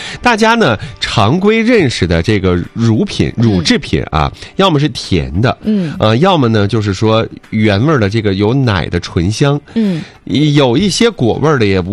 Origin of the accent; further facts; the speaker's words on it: northern China, China; 但是作为一个北方人，